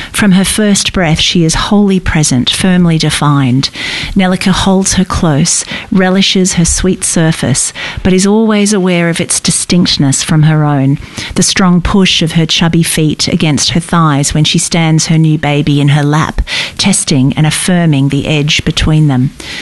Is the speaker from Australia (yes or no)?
yes; Australia; born there; it's set in my home country, which is Australia.